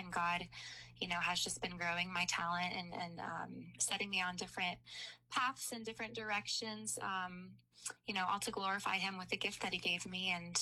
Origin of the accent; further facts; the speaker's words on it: Santa Clarita, California, United States; So, I grew up in Santa Clarita Valley. It's about 30 miles northwest of LA, raised in a Christian home.